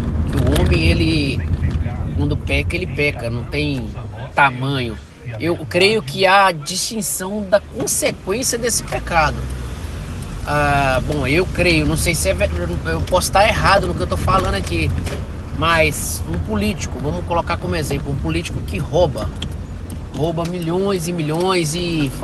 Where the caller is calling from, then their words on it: Governador Valadares, Minas Gerais, Brazil; sou aqui de Governador Valadares.